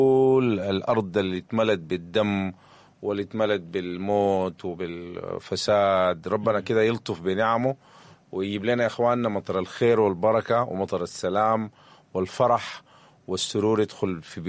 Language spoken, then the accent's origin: Arabic; Sudan